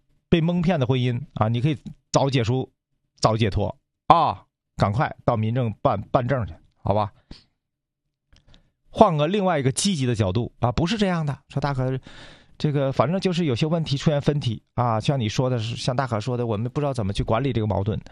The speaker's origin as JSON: {"language": "Chinese", "country": "China"}